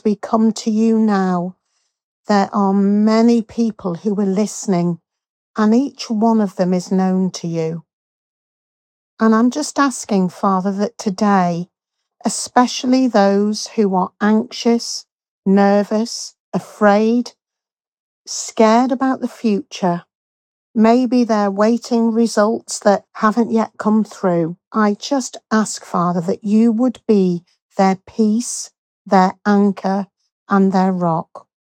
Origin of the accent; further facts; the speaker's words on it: Leeds, Yorkshire and the Humber, United Kingdom; from Leeds, and I would just love to lead you in a prayer